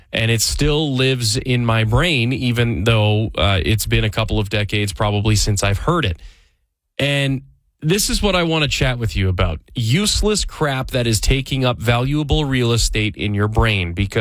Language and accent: English; Edmonton, Alberta, Canada; moved away; So I grew up in Edmonton. And while living in Edmonton for the first couple of decades of my life